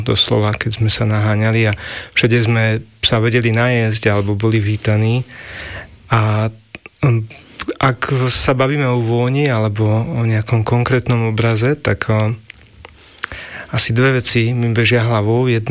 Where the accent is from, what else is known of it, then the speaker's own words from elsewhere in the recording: Chynorany, Trenčín Region, Slovakia; moved away; Chynorany sú stále pre mňa veľmi dôležité. Mám pocit, že na mňa mali veľký vplyv pozitívny, keď som vyrastal.